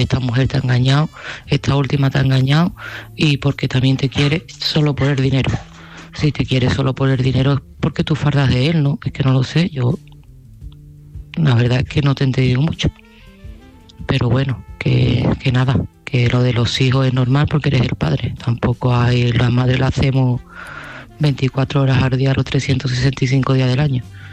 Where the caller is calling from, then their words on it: Seville, Andalusia, Spain; de Sevilla